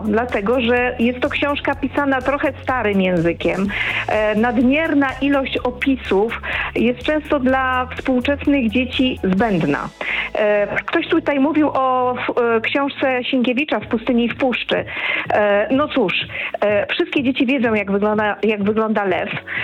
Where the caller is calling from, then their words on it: Bad Muskau, Saxony, Germany; dzwonię z Bad Muskau w Niemczech.